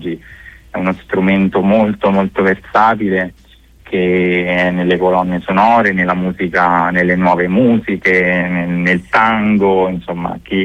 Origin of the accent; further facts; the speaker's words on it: Valmontone, Lazio, Italy; Assolutamente sono di Valmontone